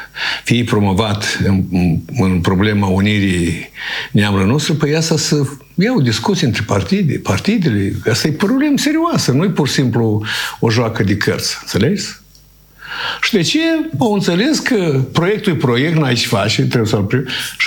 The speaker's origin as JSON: {"language": "Romanian", "country": "Moldova", "said": "noi suntem români moldoveni, că noi am făcut parte din Principatul Moldova, da? Moldova Ștefa cel Mare"}